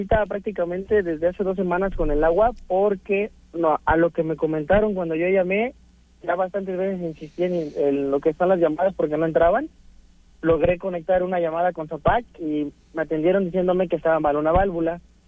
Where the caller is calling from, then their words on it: Cuernavaca, Morelos, Mexico; De aquí, de la colonia Lázaro Cárdenas, en el Polvorín, el condominio Loma Dorada.